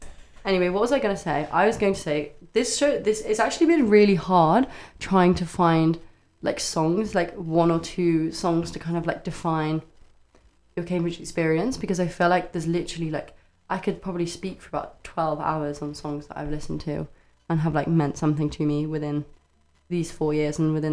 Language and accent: English; Ireland; like, I am Irish. Both of my parents are Irish.